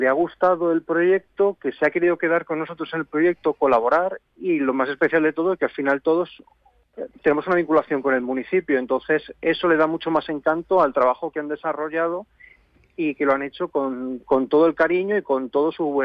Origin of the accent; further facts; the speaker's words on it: Azuqueca de Henares, Castilla-La Mancha, Spain; moved away; nosotros los que somos de Azuqueca la seguimos llamando pueblo con un cierto cariño y una cierta nostalgia